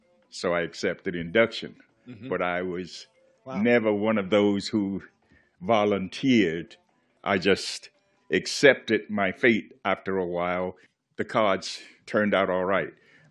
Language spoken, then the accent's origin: English; the South, United States; and I'm from deep from the South, segregated South. So I have those experiences as well.